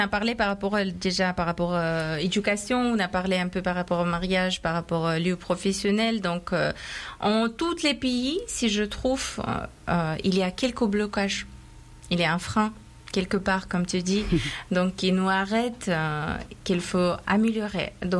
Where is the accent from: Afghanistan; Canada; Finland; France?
Afghanistan; moved away; je suis originaire de l'Afghanistan.